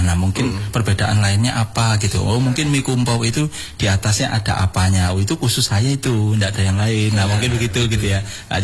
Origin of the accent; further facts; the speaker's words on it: Malang, East Java, Indonesia; now in Tarakan, Indonesia; saya orang Malang.